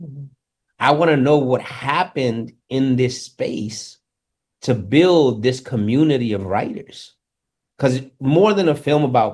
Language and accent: English; New York City, New York, United States; I mean, I grew up in the Bronx in the 70s, 80s, and 90s, right?